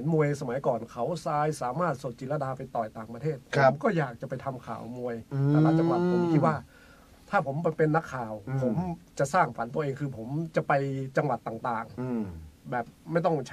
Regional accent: Lampang, Thailand; ผมก็คิดว่าผมไม่ได้นะผมก็กลับบ้านที่ลำปาง

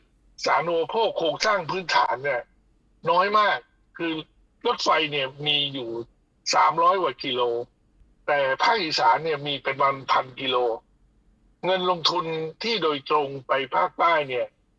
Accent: Phuket, Thailand; ภูเก็ตเนี่ยผมเป็นบ้านเกิดผมนะ

